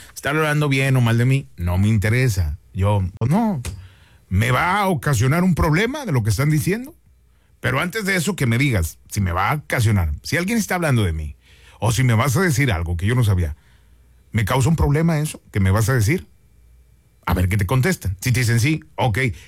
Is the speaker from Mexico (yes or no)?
yes; Mexico; yo soy un buen mexicano, yo soy un buen mexicano.